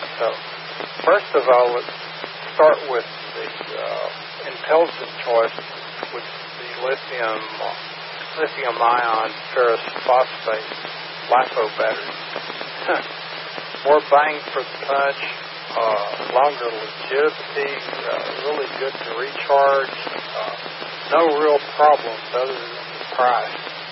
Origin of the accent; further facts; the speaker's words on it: Ireland; I am Irish.